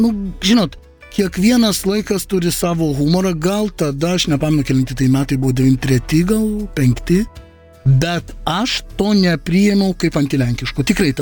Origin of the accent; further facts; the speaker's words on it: Vilnius, Vilnius County, Lithuania; aš neturėjau priešiškumo, kad aš lenkas. Mūsų pasiolkė Lazdinėliuose mes kalbėdavom trim kalbom.